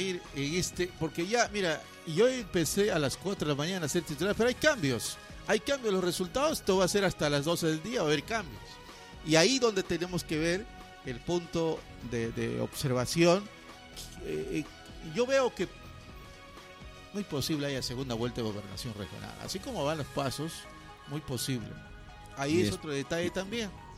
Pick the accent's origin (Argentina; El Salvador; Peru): Peru; Somos peruanos que tenemos que... Ahora, tenemos otra raza aquí en Itocache, el andino amazónico, ¿no? El andino selvático. ¿Por qué? Porque, por ejemplo, yo no soy de Itocache, pero mis abuelos han venido a San Martín